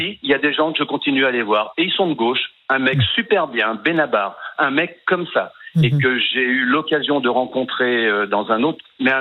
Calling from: Lyon, Auvergne-Rhône-Alpes, France; je suis de Lyon

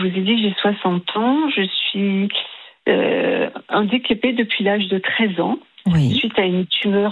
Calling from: Reims, Grand Est, France; Je vous appelle de Reims.

